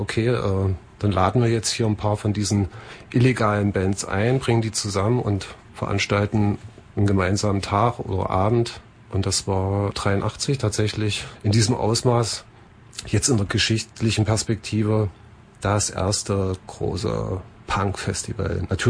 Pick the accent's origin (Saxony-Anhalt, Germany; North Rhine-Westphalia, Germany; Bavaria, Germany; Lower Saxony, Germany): Saxony-Anhalt, Germany; Halle; also born or lived in Eisleben; Ich wurde 71 in Eisleben geboren und bin relativ jung nach Halle-Neustadt gezogen mit meinen Eltern. Irgendwann dann nach Halle. Und dieses Irgendwann war so mit meinem 17., 18. Lebensjahr.